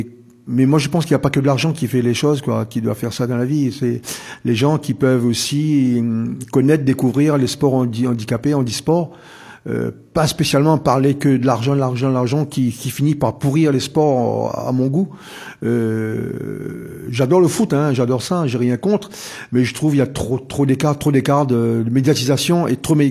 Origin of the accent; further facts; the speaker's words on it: Réunion; la Réunion que je suis réunionnais